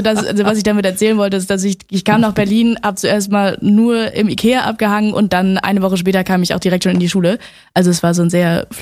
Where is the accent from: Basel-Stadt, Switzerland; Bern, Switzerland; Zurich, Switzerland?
Zurich, Switzerland; Männedorf; born there; Genau, ich bin in der Schweiz geboren, in Männedorf, um das nochmal genauer auszuführen.